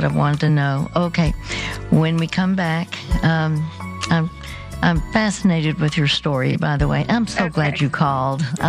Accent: Dallas, Texas, United States; But maybe it's because I guess I may have an accent. I'm from Texas. I'm from Dallas.

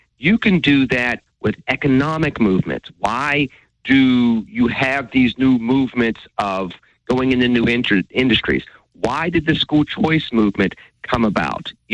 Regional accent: Pittsburgh, Pennsylvania, United States; growing up in Pittsburgh, Penn Hills

